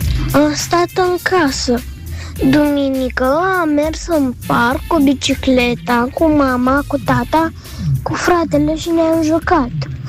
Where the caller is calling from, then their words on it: Bucharest, Romania; din București, am 8 ani.